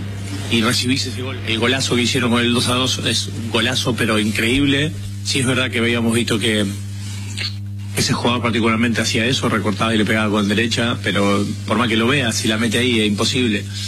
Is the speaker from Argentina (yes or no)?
yes; Argentina; Yo lo que digo, primero, nosotros somos Argentina. ¿Qué significa ser Argentina?